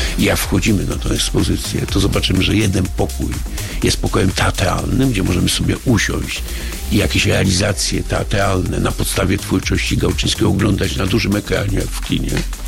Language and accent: Polish; Sopot, Pomeranian Voivodeship, Poland; Ponieważ jestem z Sopotu